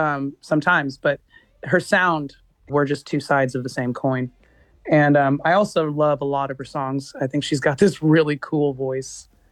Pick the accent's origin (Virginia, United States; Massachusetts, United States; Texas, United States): Texas, United States; Austin; Even though I am from Austin, Texas, the land of UT.